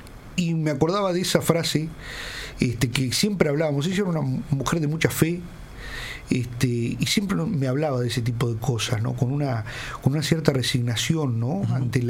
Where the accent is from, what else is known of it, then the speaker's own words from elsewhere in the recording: San Gregorio de Polanco, Tacuarembó, Uruguay; born there; mi San Gregorio de Polanco, en mi pueblo.